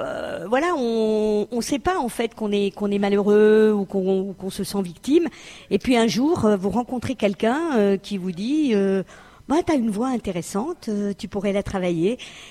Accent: Paris, Île-de-France, France; Je suis de Paris, et oui.

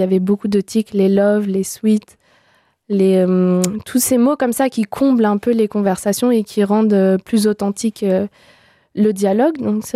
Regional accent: France; also born or lived in Belgium; c'était assez simple l'accès en tant que française et belge au Royaume-Uni pour avoir accès aux archives.

